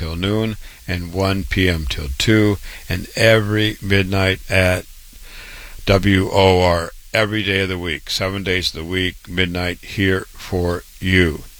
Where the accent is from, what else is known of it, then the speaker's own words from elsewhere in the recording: Waterloo, Iowa, United States; born and raised in Waterloo, Iowa.